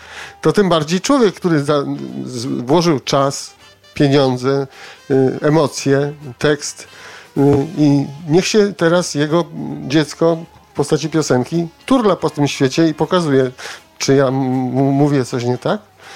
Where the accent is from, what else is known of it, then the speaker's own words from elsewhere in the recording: Greater Poland Voivodeship, Poland; accent: poznańsko-leszczyński zaśpiew; słyszę ten zaśpiew poznańsko-leszczyński, z który ja też mam, gdyż pochodzę z tamtych stron, jeśli chodzi o moją rodzinę.